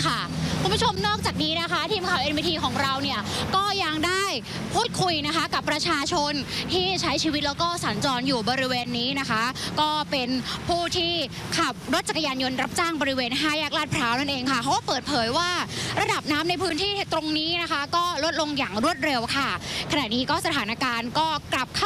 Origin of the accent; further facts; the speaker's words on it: Bangkok, Thailand; เราคนกรุงเทพตอนนี้เรากังวลอะไรที่สุดคะ